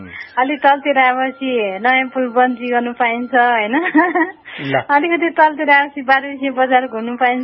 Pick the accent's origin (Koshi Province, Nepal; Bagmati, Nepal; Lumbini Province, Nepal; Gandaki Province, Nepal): Bagmati, Nepal; Sindhupalchok; born there; हाम्रो चाहिँ जन्मथलमा चाहिँ सिन्धुपाल्चोक भोटिकोसी गाउँपालिका नयाँपुर भन्ने ठाउँ